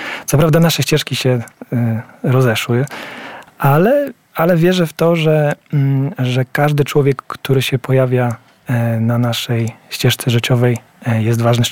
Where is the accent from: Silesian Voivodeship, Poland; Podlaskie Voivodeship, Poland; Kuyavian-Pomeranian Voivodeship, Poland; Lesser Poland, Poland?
Kuyavian-Pomeranian Voivodeship, Poland; Lubiewo; also born or lived in Tuchola / Bydgoszcz; Urodziłem się w Tucholi. Pierwsze kilkanaście lat swojego życia spędziłem w takiej małej miejscowości nieopodal, w Lubiewie.